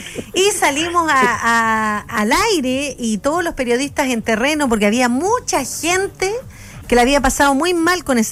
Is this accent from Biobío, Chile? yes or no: no; Iquique, Tarapacá, Chile; moved away; also born or lived in Santiago; viví en Santiago, yo me acuerdo, la primera, pues yo nortina toda la vida, pero de Iquique, no de Antofagasta.